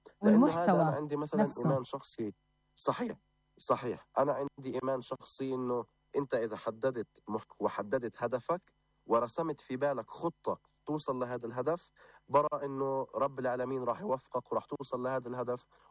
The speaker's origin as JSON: {"language": "Arabic", "country": "Palestine", "said": "كفلسطينيين"}